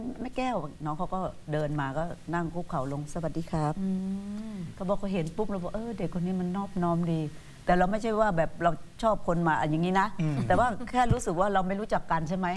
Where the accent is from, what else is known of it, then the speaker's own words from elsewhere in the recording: Isan, Thailand; แล้วเราเป็นคนอีสานเนาะ